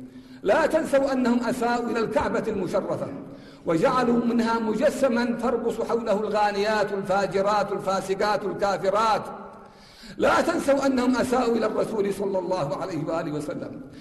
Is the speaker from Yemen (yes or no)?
yes; Yemen; ونحن شعب يمني حر عزيز كريم لا نخشى إلا الله ولا نعبد إلا الله